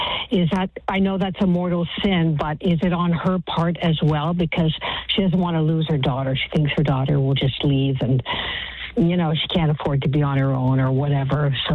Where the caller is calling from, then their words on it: Oakville, Ontario, Canada; Thank you for taking my call. I'm calling from Oakville, Ontario.